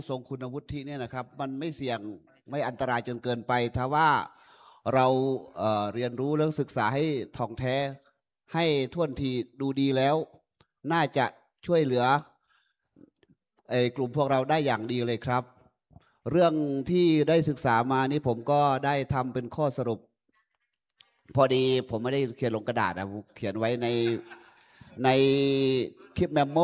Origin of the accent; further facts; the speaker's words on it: Mueang Buriram, Buriram, Thailand; บ้านเกิดก็คนบุรีรัมย์อำเภอเมืองนะ